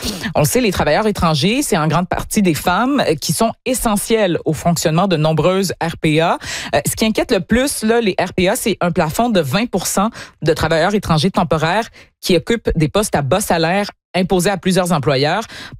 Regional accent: Montreal, Quebec, Canada; Il y a 4 séries filmées chez nous à Montréal cet été

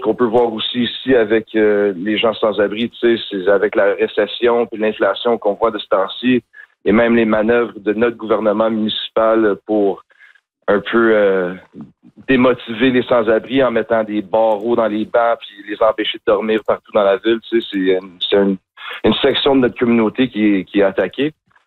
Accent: Montreal, Quebec, Canada; Tu sais, moi, je viens de Saint-Henri, j'ai vécu autour de Saint-Henri de dernier 14 ans de ma vie.

